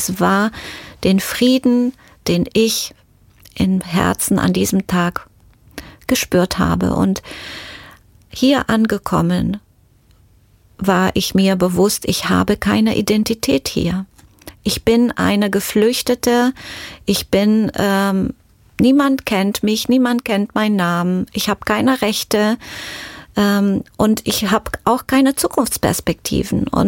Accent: Romania; Menschen haben mich erkannt als Rumänin und haben mich sofort gefragt, hast du die Möglichkeit, jemand etwas zu schicken nach Rumänien?

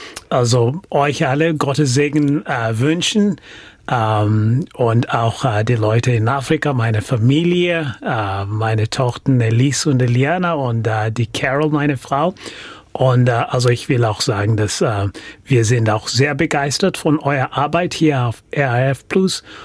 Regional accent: Kenya; moved away as an adult; now in South Sudan; ein Zigeuner. Ich komme aus Kenia. Ich bin seit etwa 13 Jahren Missionar in dem Südsudan.

